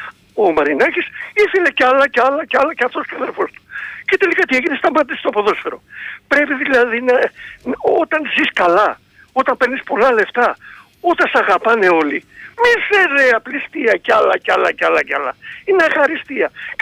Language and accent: Greek; Attica, Greece; από τα Βόρεια Προάστια.